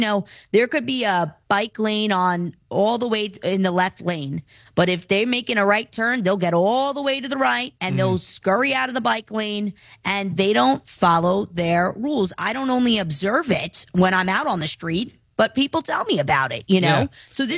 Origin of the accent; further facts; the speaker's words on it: New York City, New York, United States; I'm a New Yorker through and through.